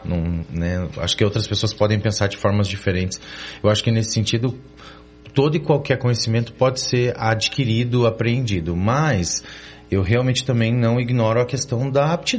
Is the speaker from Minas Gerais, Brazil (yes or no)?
no; Curitiba, Paraná, Brazil; Curitibano também.